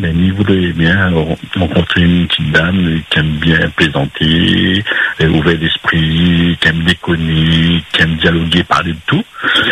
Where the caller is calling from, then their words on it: Sainte-Marie, Réunion; moi, j'ai 55 ans, comme m'avait dit. Eh ben, moi, j'habite sur Sainte-Marie.